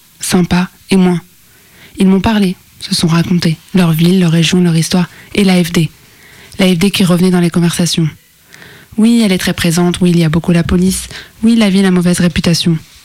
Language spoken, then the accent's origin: French; France